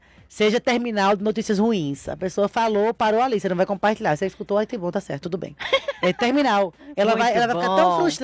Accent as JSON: {"language": "Portuguese", "town": "Petrolina", "region": "Pernambuco", "country": "Brazil", "tie": "born there", "moved": "yes", "lives_now": "São Paulo, Brazil", "said": "publicitária de Petrolina. Pernambucana retada, sou assim desde menina."}